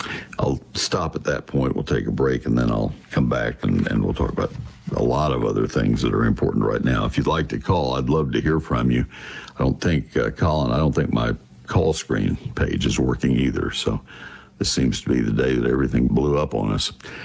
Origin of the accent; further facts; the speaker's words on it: Texas, United States; So just, Texans, I am a Texan. I get to say this about us.